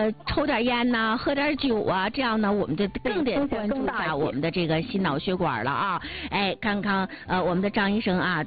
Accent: Northeast China, China; 尤其是咱东北人啊，一定要注意好低盐的调整。

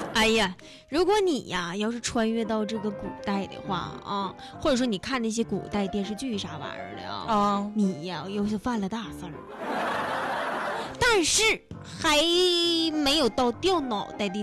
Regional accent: Northeast China, China; 你这南方的朋友可以多多来到我们东北这边

